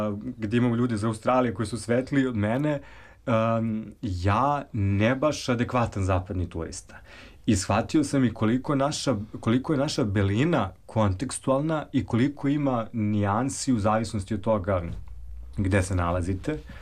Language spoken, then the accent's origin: Serbian; Serbia; Odakle ste, ja kad sam rekao Srbija, on je zastao